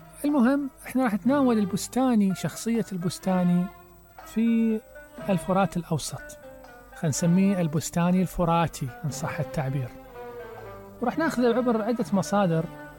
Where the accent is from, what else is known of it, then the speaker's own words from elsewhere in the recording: Iraq; نعرف احنا العراق منذ كان هو بلد زراعة